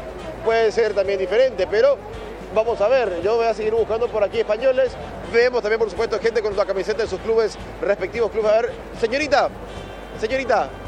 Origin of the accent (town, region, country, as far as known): Paraguay